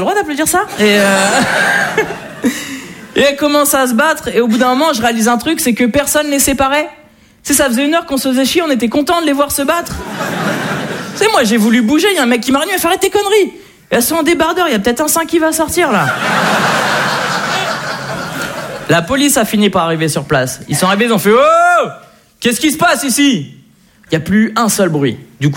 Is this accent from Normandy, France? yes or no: yes; Le Havre, Normandy, France; also born or lived in Neuilly-sur-Seine; now in Paris, France; je fais du stand-up depuis un moment, moi. Je suis originaire du Havre.